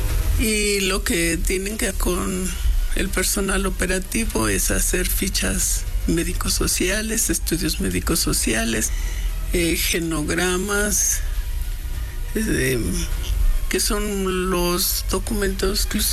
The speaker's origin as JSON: {"language": "Spanish", "region": "Puebla", "country": "Mexico", "said": "No, soy poblana."}